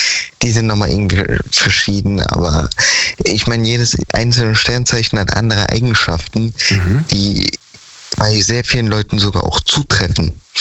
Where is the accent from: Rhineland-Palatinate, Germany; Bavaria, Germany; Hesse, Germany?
Rhineland-Palatinate, Germany; Mainz; immer noch aus Mainz.